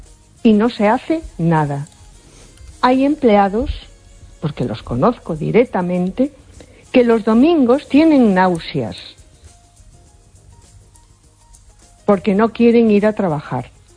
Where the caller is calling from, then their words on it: A Coruña, Galicia, Spain; de Coruña.